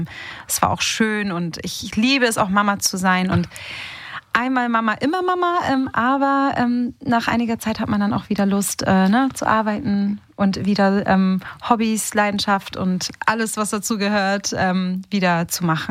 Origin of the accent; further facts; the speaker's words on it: Hamburg, Germany; Hamburger Mädchen mit italienischen Wurzeln. Meine Eltern sind Italiener. Genau, ich bin aber geboren und aufgewachsen in Hamburg.